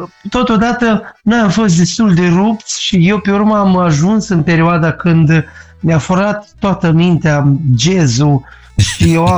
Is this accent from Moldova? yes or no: yes; Ungheni, Ungheni District, Moldova; Păi eu sunt de acolo.